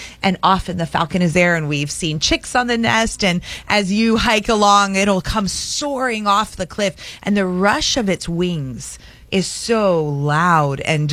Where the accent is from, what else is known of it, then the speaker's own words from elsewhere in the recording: Ohio, United States; now in Nome, United States; I grew up with those in Ohio.